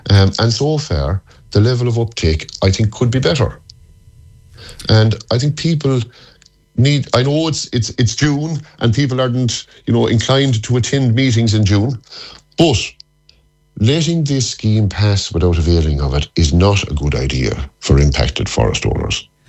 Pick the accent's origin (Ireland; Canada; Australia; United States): Ireland; Connacht; I come from East Galway. The Slievochty Mountains in East Galway.